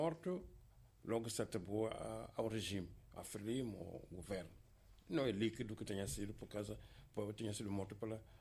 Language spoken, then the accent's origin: Portuguese; Inhambane, Mozambique; born there; em Zavala, na zona onde eu nasci